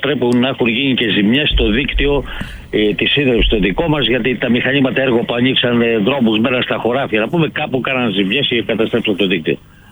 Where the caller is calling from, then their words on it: Monastiraki, Central Greece, Greece; Το χωριό μου είναι το Μοναστηράκι.